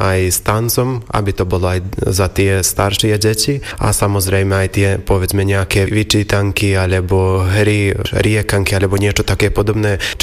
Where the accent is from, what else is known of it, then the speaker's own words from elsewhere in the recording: Lug, Vojvodina, Serbia; a potom aj tu v obci Beučín, alebo tu na doma v Lugu.